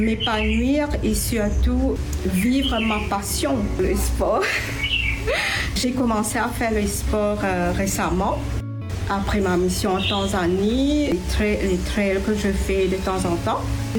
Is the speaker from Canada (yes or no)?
no; Saint Pierre, Moka, Mauritius; now in Camp-de-Masque, Mauritius; je suis mauricienne, originaire de Saint-Pierre, je suis fille de Marie. Actuellement, je suis affectée à la communauté de Camp-de-Masque.